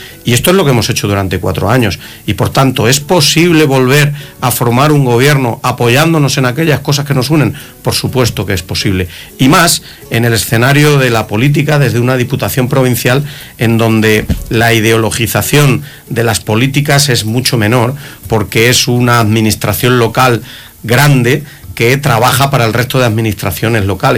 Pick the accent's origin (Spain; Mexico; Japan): Spain; Bolaños de Calatrava, Castilla-La Mancha; en mi pueblo, en Bolaños de Calatrava